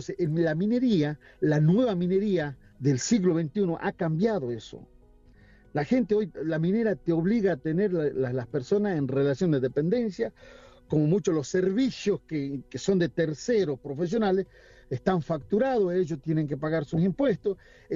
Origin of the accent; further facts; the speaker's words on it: Argentina; estamos constantemente tratando de entender la política económica e ir para adelante como argentino, ¿no?